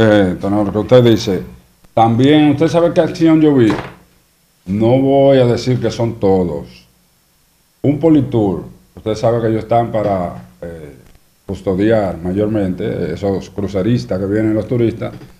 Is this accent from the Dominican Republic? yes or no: yes; Dominican Republic